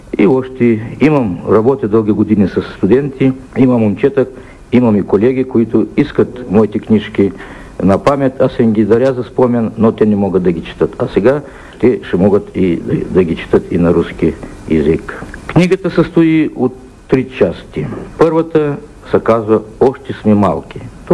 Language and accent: Bulgarian; Artsyz district, Odesa Oblast, Ukraine; now in Chișinău, Moldova; в моя район, где съм се родил, град Арцис.